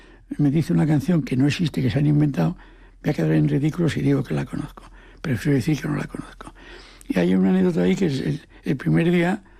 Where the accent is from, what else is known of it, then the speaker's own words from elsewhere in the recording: Asturias, Spain; Como yo soy asturiano, digo, ¿de dónde?